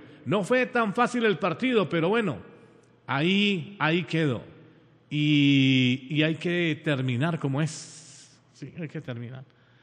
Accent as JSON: {"language": "Spanish", "town": "Pereira", "region": "Risaralda", "country": "Colombia", "tie": "born there", "said": "Nací en una ciudad maravillosa, en el centro del país, en el eje cafetero. Por una bendición de Dios y de mi madre, nací en la querendona, trasnochadora y morena Pereira, y amañadora Pereira."}